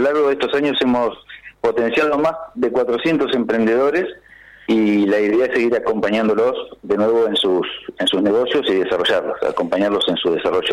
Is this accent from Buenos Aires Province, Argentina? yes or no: no; General Roca, Río Negro, Argentina; Exactamente, yo soy de General Roca.